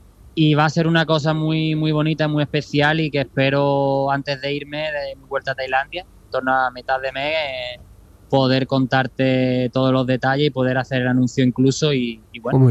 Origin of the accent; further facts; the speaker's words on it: Cádiz, Andalusia, Spain; empiezo en Cádiz, tengo todo el mes por toda España, pero tenía que empezar en mi tierra, que la verdad que se echa mucho de menos